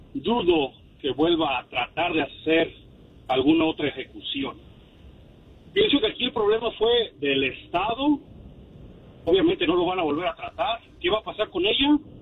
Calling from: Las Vegas, Nevada, United States; Ahorita ando aquí en Arizona, pero vivo en Las Vegas.

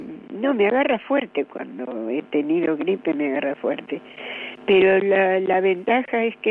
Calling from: Avellaneda, Buenos Aires Province, Argentina; soy de Avellaneda.

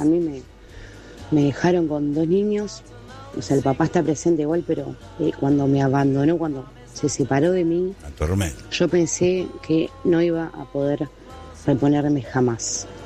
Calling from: Buenos Aires, Argentina; de Mataderos. Estoy trabajando acá en un restaurante en Palermo

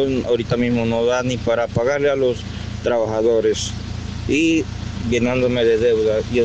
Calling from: Changuinola, Bocas del Toro, Panama; Nací el 9 de mayo de 1975, vivo en Changuinola, Bocas del Toro, Panamá.

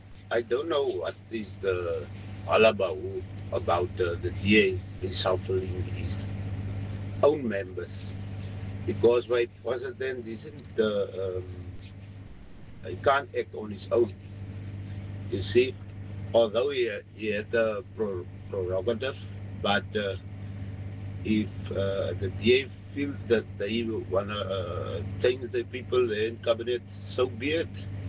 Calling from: Western Cape, South Africa; I am here from the Western Cape.

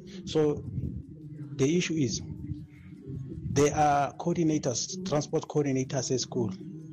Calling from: Soshanguve, Gauteng, South Africa; I'm from Soshangu.

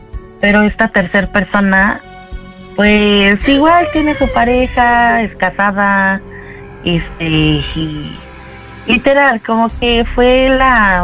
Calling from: Mexico City, Mexico; 28 y aquí de Coyoacán.

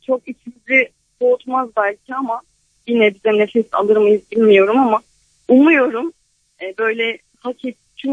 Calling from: Sakarya, Turkey; Ben yoldayım şu anda. Sakarya'dan Bolu'ya işe gidiyorum.

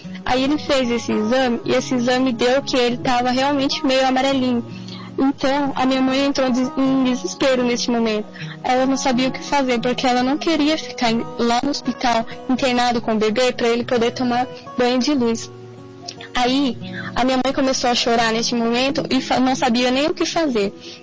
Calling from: Piraju, São Paulo, Brazil; Sou da cidade de Piraju

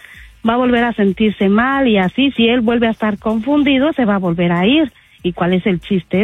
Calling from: Austin, Texas, United States; De aquí de Austin, por Del Valle.

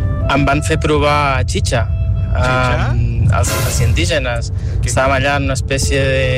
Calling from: Sant Cugat del Vallès, Catalonia, Spain; de Sant Cugat. Estic aquí conduint i us estava escoltant.

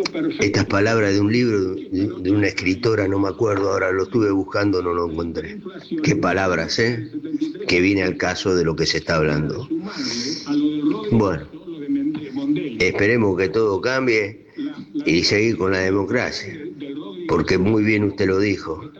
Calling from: Buenos Aires, Argentina; de Flores.

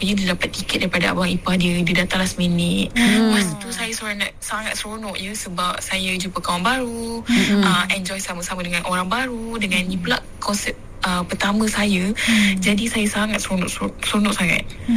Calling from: Ipoh, Perak, Malaysia; Saya pula orang Ipoh, memang jarang naik public transport dekat KL.

